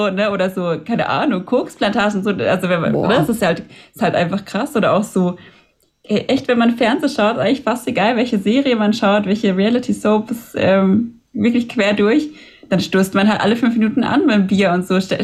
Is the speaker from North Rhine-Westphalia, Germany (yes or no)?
no; Kaiserstuhl, Baden-Württemberg, Germany; wir kommen ja hier aus der Weinregion, ne, am Kaiserstuhl.